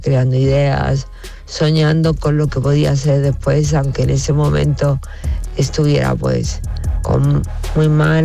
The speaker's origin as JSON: {"language": "Spanish", "country": "Spain", "said": "Digo, no, pues soy española."}